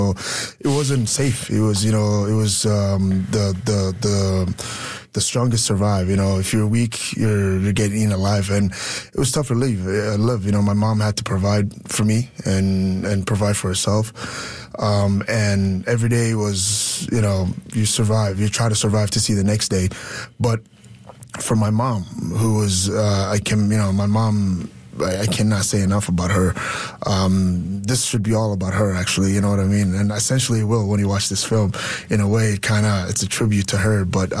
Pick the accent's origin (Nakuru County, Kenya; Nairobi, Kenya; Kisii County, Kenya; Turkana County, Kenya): Turkana County, Kenya; Kakuma; I came from Kakuma Refugee Camp, which is, for me now sitting here, it's a far, far, far place, and it's almost like a place that doesn't exist. But my early childhood was, I would say, tough in a lot of ways